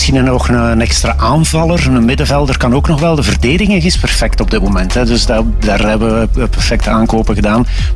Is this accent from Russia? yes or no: no; Flanders, Belgium; Nee, ik ben een typische Vlaming.